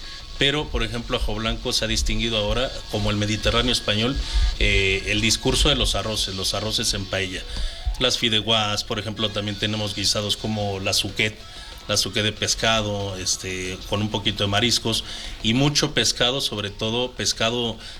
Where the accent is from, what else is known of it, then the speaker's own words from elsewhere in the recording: Mexico City, Mexico; pues yo soy de la Ciudad de México